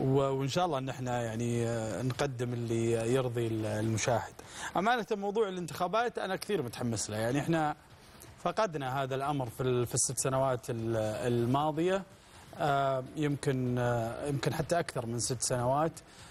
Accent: Saudi Arabia; لنا كسعوديين

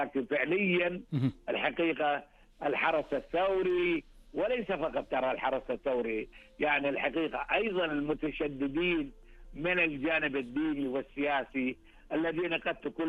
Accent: Kuwait; عندنا بالكويت

